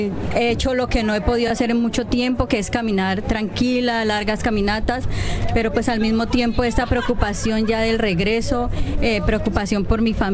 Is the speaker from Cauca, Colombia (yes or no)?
yes; Cauca, Colombia; Bueno, precisamente yo vengo del norte del Cauca, es un territorio muy estigmatizado por la violencia